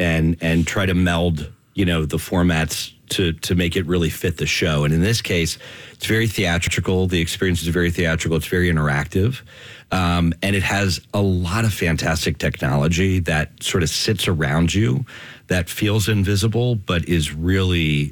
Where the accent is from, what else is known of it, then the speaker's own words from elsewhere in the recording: Lancaster, Pennsylvania, United States; moved away; I grew up in Lancaster.